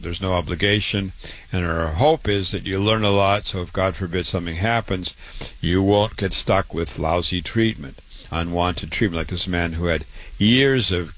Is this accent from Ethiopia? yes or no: no; Waterloo, Iowa, United States; born and raised in Waterloo, Iowa.